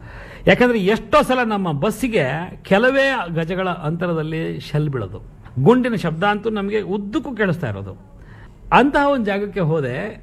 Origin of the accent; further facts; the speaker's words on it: South India, India; ನಾನು ಬೆಂಗಳೂರಿಂದ ಬಂದಿದ್ದೀನಿ, I M A south Indian